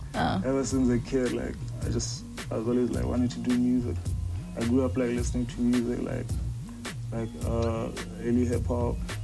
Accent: Gaborone, South-East District, Botswana; also born or lived in Sefope; I was born in Gaborone, Botswana. I'm from originally Sefope, in the northeast.

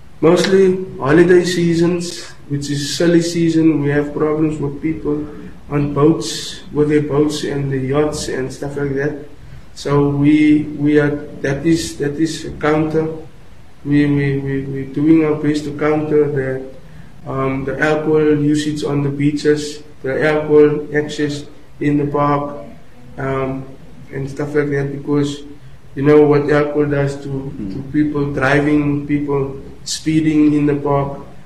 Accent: Western Cape, South Africa; I'm from Goedgevaag. It's a town near Pieketburg. It's close to Langebaan. I'm not from Langebaan. It's close to Langebaan, but there it's also unknown. I'm not from a city

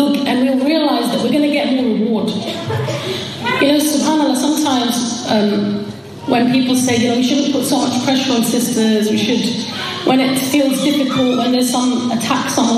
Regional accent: Hackney, London, United Kingdom; she used to walk on the streets of, we grew up in Hackney. She used to walk on the streets of Hackney at a time when nobody wore hijab.

